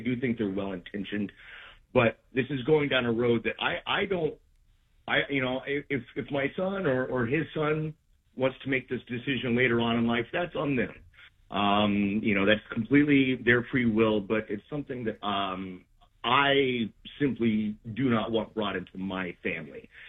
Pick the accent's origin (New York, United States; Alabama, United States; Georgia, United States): New York, United States; Brooklyn; now in Chattanooga, United States; I'm originally from Brooklyn, but I'm stuck down here, not to my own decision at the moment.